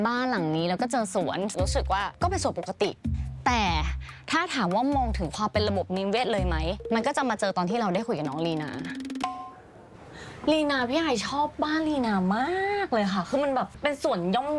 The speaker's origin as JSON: {"language": "Thai", "region": "Bangkok", "country": "Thailand", "tie": "born there", "said": "เป็นคนกรุงเทพโดยกำเนิด"}